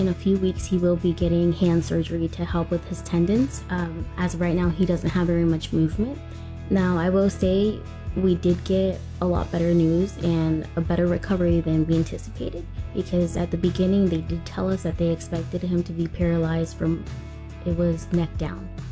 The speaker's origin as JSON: {"language": "English", "town": "Savannah", "region": "Georgia", "country": "United States", "said": "from Savannah."}